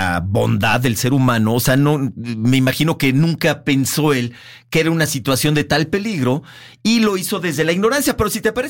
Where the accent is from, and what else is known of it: Mexico